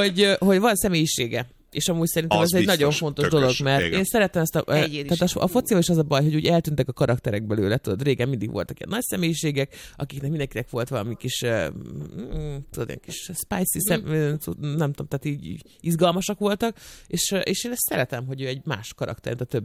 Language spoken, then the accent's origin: Hungarian; Hungary; Én tisztességes magyar nő vagyok, vagyunk.